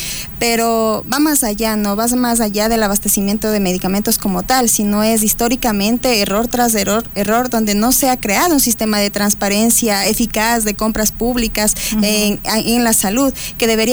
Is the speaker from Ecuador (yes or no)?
yes; Ecuador; se siente ahorita uno como ecuatoriano